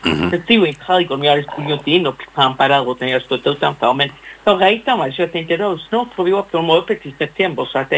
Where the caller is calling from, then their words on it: Skåne, Sweden; accent: Danish; Även om jag bor på Österlän.